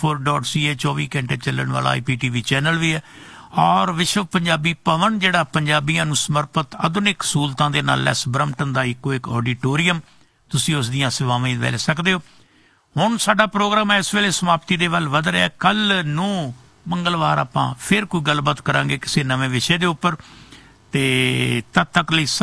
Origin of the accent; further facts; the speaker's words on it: Hathar, Punjab, India; ਸਾਡਾ ਪਿੰਡ ਹਠਾੜ ਦੇ ਵਿੱਚ ਸੀ ਨਾ, ਫਰੀਦਕੋਟ ਜ਼ਿਲ੍ਹੇ ਦੇ ਵਿੱਚ